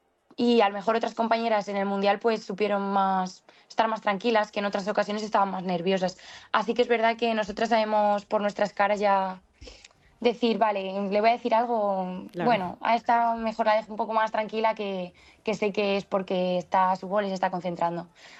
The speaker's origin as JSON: {"language": "Spanish", "country": "Spain"}